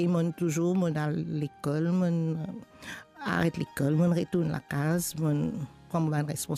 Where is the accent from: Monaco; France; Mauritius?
Mauritius; Rodrigues; je suis enfant de vainqueur, d'abord. Je suis née à Maurice, mais depuis petit, à l'âge de 3 ans, je me retourne à Rodrigue avec mes parents. Mes parents sont rodriguais, mais quand même, je suis rodriguaise. D'abord, moi, pour l'enfance, je habite à vainqueur.